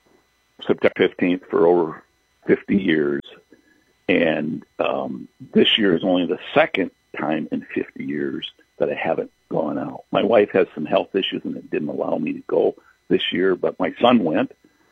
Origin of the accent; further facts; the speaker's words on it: Rochester, Michigan, United States; I grew up in Rochester at a time when Oakland County was one of the top pheasant harvest states.